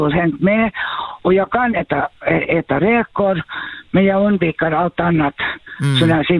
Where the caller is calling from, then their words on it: Ekenäs, Uusimaa, Finland; Jag är från Ekenäs, ja.